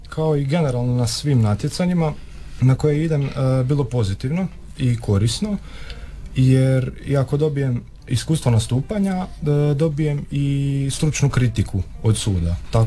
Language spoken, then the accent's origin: Croatian; Grubišno Polje, Bjelovar-Bilogora County, Croatia; moved away as an adult; also born or lived in Daruvar; now in Pula, Croatia; ja dolazim iz malenog grada blizu Daruvara, Grubišnog polja. Tamo sam završio osnovnu glazbenu školu, a srednju sam završio u Daruvaru. I trenutno studiram u Puli, na četvrtoj godini preddiplomske.